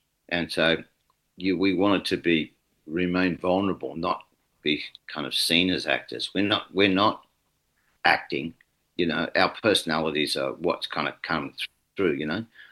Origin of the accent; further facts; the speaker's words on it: New South Wales, Australia; Well, I grew up in Western New South Wales